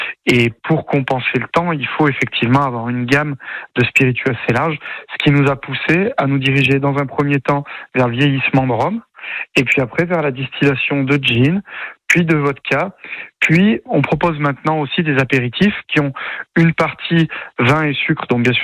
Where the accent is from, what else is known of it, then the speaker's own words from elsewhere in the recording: Auvergne-Rhône-Alpes, France; On est auvergnat. C'est vrai qu'on a toujours connu ça autour de nous.